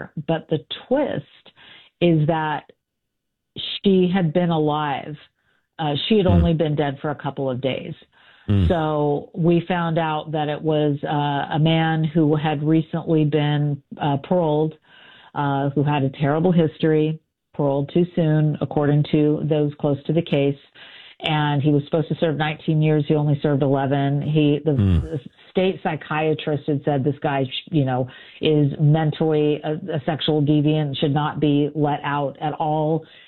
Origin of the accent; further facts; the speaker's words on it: Sacramento, California, United States; And I'm from Sacramento, California.